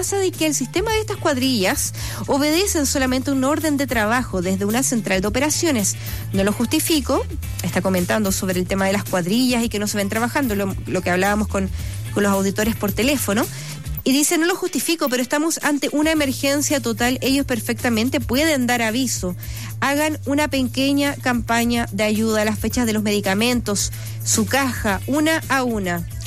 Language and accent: Spanish; Santiago, Santiago Metropolitan Region, Chile; Hola, amigos de Radio Bío Bío, estoy en La Serena, soy de Santiago